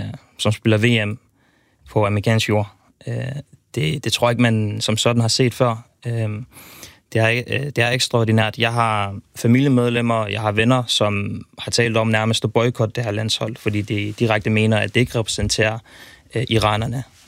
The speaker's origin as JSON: {"language": "Danish", "country": "Iran", "said": "og derfor er det også utrolig svært som en iraner, der forsøger at følge med på begge sider, og præcis sætte ord på, hvilken følelse der er, der går igennem ens krop."}